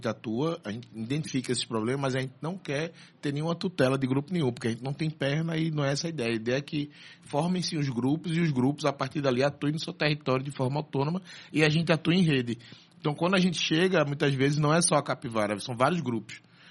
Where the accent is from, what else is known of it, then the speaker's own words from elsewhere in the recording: Brazil; a gente é daqui da Várzea, né? Em sua maioria, não todo mundo, mas a gente surge aqui da Várzea.